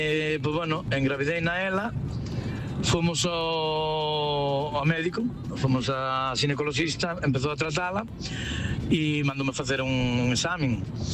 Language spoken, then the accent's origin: Galician; Palas de Rei, Galicia, Spain; now in Porto, Portugal; Hola, rapaces. … de Palas.